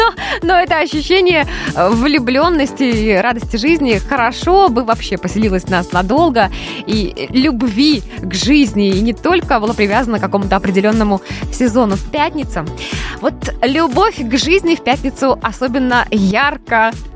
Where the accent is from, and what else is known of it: Belarus